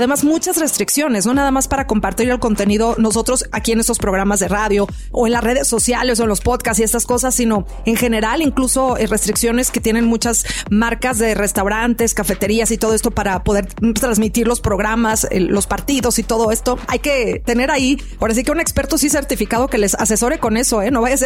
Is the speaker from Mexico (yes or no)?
yes; Mexico; quiero creer como buena mexicana que en esa ocasión va a ser diferente.